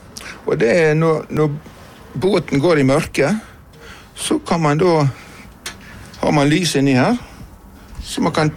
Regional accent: Aske, Vestland, Norway; Jeg er nå fra Aske, da. Jeg er nå oppvokst på Aske, da.

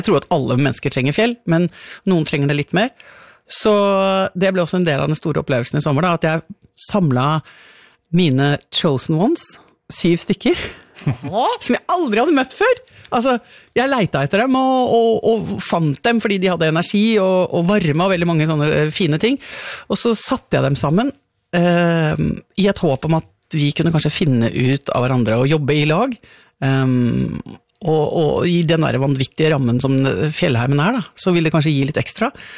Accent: Innlandet, Norway; born or raised there

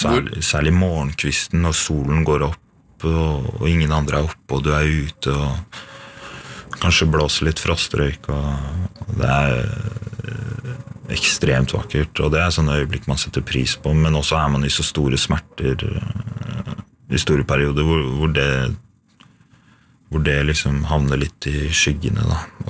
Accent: Finnskogen, Innlandet, Norway; for en som har tilbrakt store deler av oppveksten på Finnskogen og løpt gjennom lignende områder siden man var liten gutt

